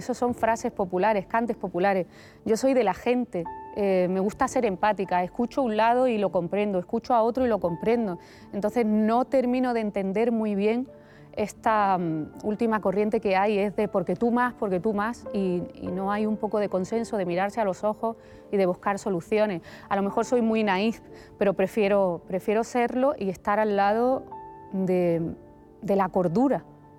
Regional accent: Andalusia, Spain; Yo, como andaluza, nunca me he sentido discriminada ni en Cataluña, ni en el País Vasco, ni en Galicia.

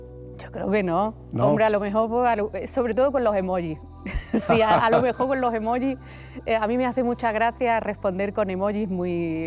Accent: Málaga, Andalusia, Spain; Yo, como andaluza

